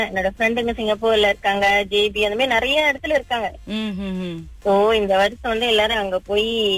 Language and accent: Tamil; Bagan Serai, Perak, Malaysia; now in Klang, Malaysia; எங்களோட ஸ்கூல் வந்து நாங்க பிறந்து வளர்ந்ததுல வந்து பகன்சராய் பேரா.